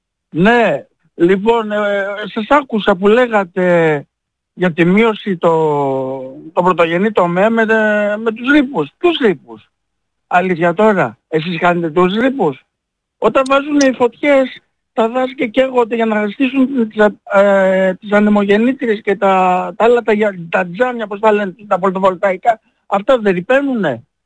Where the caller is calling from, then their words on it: Piraeus, Attica, Greece; Εγώ είμαι εδώ, είμαι Πειραιώτης είμαι εγώ.